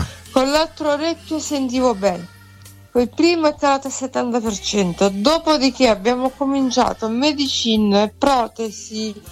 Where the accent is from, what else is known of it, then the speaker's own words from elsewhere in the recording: San Marco in Lamis, Apulia, Italy; Sì, sì, no, sono di San Marco in Lamis, provincia.